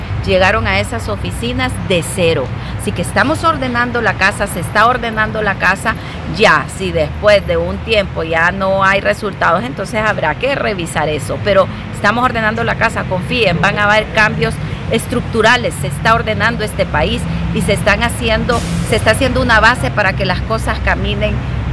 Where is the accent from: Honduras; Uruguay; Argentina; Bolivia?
Honduras; todos los días podemos ser mejores, no solo desde el gobierno, nosotros como hondureños.